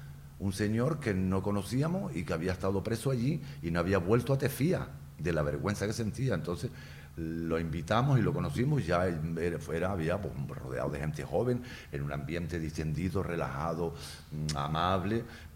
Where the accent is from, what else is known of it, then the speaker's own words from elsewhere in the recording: Fuerteventura, Canary Islands, Spain; yo que soy de Fuerteventura y soy majorero